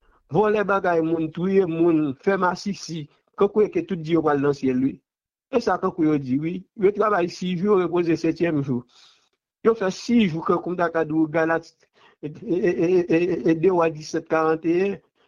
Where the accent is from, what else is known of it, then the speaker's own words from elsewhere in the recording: Haiti; On est haïtien, ce n'est pas chita qui n'a pas un paquet de monde.